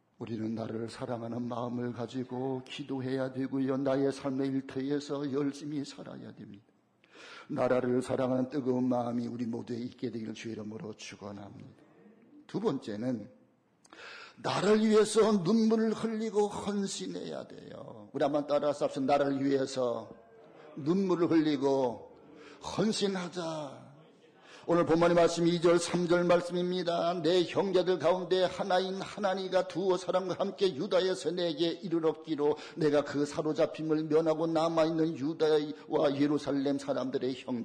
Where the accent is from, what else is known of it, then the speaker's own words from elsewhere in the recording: South Korea; 우리가 대한민국에 태어나서 대한민국 국민이 되어진 것을